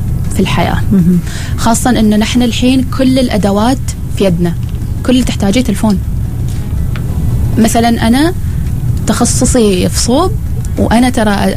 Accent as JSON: {"language": "Arabic", "country": "Oman"}